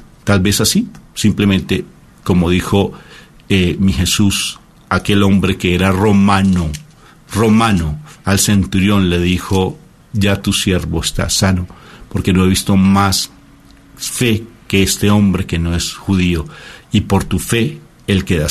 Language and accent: Spanish; Colombia; Y venimos desde Colombia a otro país y no van los otros grupos.